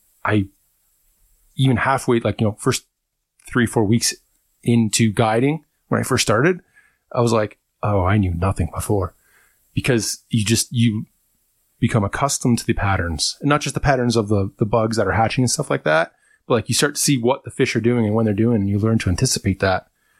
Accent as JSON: {"language": "English", "town": "Toronto", "region": "Ontario", "country": "Canada", "tie": "born or raised there", "moved": "yes"}